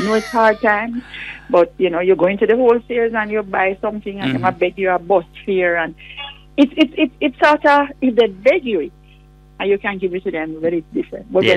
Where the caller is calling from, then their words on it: Jamaica; I'm from Trelange, and I was down here in both Beryl and Melissa.